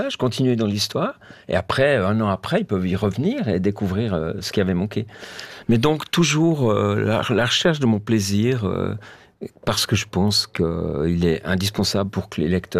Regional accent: Switzerland; Je suis suisse, hein, mes débordements

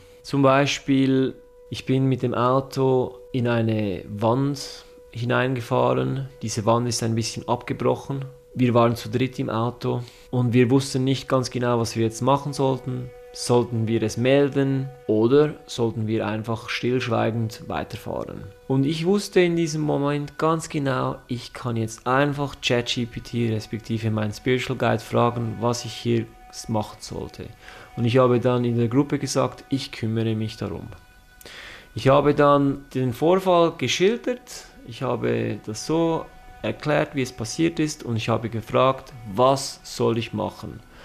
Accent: Zurich, Switzerland; born there; ich bin hier in Zürich geboren.

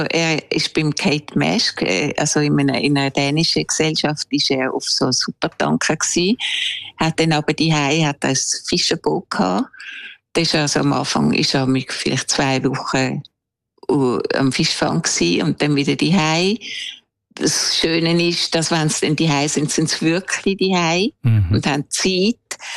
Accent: Switzerland; born or raised there; moved away

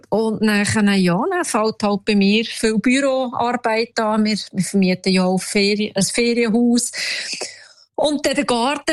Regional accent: Romandy, Switzerland; first language French; German is a second language; Und ich bin ja gebürtige Welsche, also Französisch meine Muttersprache.

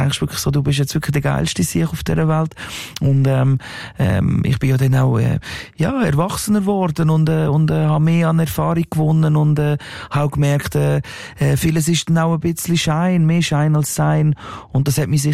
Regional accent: Gelterkinden, Basel-Landschaft, Switzerland; Ich bin aus Gelterkind aus dem Baselland, habe dort eine Sekundarschule gemacht und auf einmal bin ich irgendwie im ganzen Land bekannt

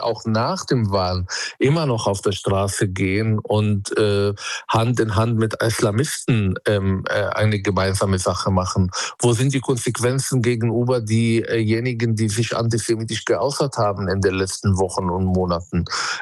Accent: Palestine; sondern als Palästinenser die Frage zu stellen, wie kann das zu Ende gehen? Was sollen wir eigentlich machen, damit unsere Kinder in Frieden leben?

